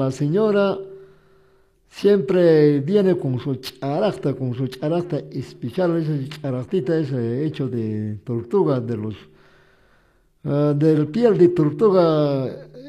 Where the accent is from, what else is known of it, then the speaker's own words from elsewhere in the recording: Cusco, Peru; Solamente por mi pueblo, solamente por mi provincia, solamente por mis comunidades campesinas, solamente campesino masicuna, marcaremos pues el símbolo de JP, juntos por el pueblo, juntos por el Perú, juntos por Chumbivilcas